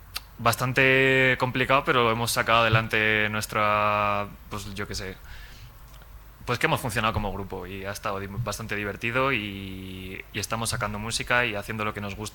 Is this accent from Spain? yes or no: yes; El Burgo de Osma, Castile and León, Spain; he nacido en el Burgo de Osma, soy originario de allí